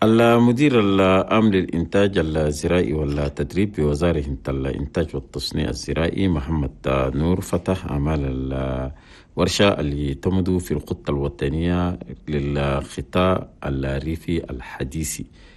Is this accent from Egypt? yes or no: no; Chad; بلدنا تشاد